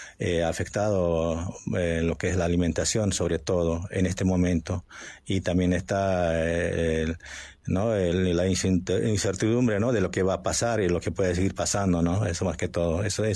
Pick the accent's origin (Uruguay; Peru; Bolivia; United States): Bolivia; La Paz; yo provengo de la ciudad de La Paz, soy descendiente de indígena